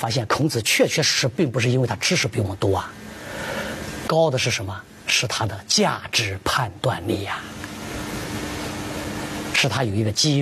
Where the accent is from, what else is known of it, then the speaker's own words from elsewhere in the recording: southern China, China; moved away as an adult; also born or lived in Qinghai; 那我南方人，我吃馒头不习惯